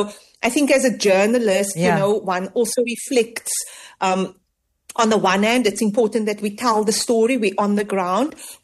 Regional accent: Cape Town, Western Cape, South Africa; I am also a citizen. I am a proudly South African. I'm from the Cape Flats. I'm from Mitchell's Plain.

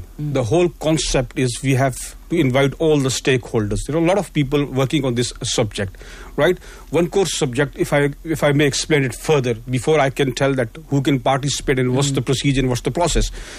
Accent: South Africa; And us as South African, we'll be so proud to present a project to rest of the African countries as well

